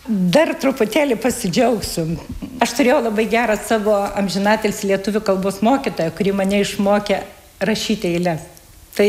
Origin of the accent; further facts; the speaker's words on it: Kaunas County, Lithuania; now in Ukmergė, Lithuania; Aš kaip sakau, aš esu meilės emigrantė. Meilės emigrantė, atvažiavau čia į Ukmergę ir Ukmergė man iš tikrųjų patiko.